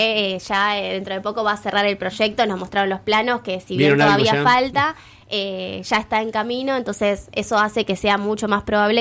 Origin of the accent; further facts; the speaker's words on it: Berazategui, Buenos Aires Province, Argentina; yo soy del Berazategui, ya con eso te digo todo